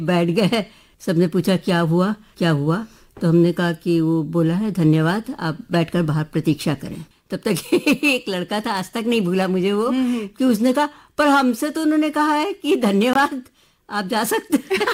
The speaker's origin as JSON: {"language": "Hindi", "town": "Lucknow", "region": "Uttar Pradesh", "country": "India", "tie": "born or raised there", "said": "हमारा इसलिए बोल रहे हैं क्योंकि भाई हम लखनऊ में पैदा हुए और लखनऊ में ही है, तो लखनऊ में हम बोलते हैं"}